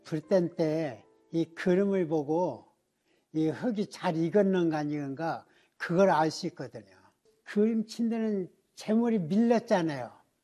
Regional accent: Hongseong, South Chungcheong, South Korea; 홍성 고향 좋죠. 공이 좋죠. 바다 갇혀있는 남당리 항이 있죠. 뭐 또 좋은 점토가 나오죠.

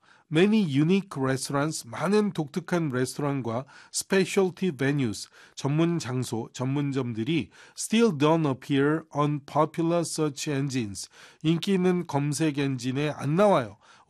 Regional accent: Seoul, South Korea; born there; 저는 서울 태생입니다.

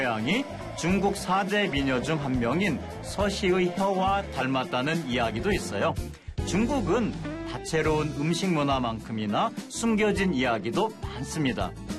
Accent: Gimje, North Jeolla, South Korea; 제 고향 김제도 맛있는 조개가 참 많거든요.

